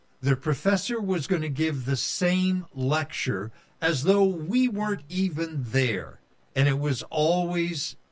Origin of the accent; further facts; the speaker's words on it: Marshall, Texas, United States; born there; Certainly. I was born in 1950 in Marshall, Texas.